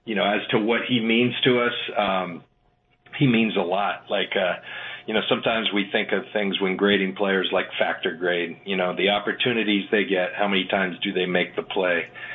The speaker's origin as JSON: {"language": "English", "town": "San Diego", "region": "California", "country": "United States", "tie": "born or raised there", "moved": "yes"}